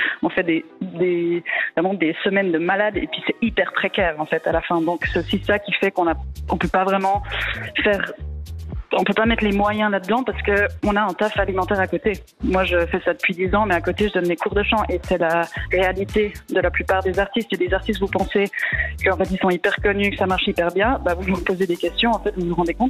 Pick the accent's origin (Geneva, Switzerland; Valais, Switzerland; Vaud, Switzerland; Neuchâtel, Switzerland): Neuchâtel, Switzerland; La Chaux-de-Fonds; moi je viens de la Chaux-de-Fonds